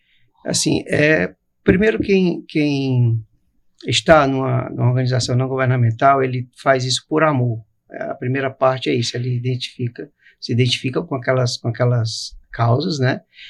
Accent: Ceará, Brazil; now in Montese, Brazil; eu venho do bairro de Fátima

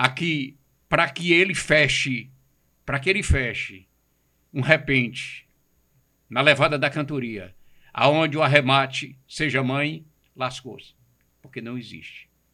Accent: Ceará, Brazil

